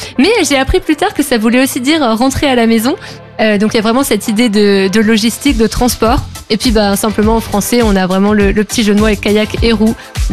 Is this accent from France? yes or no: yes; Strasbourg, Grand Est, France; Alsacienne à 100% avec un père lorrain, mais on est en Alsace.